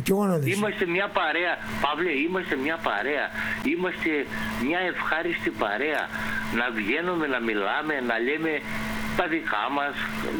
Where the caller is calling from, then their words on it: Epanomi, Central Macedonia, Greece; από την Επανομήθεια.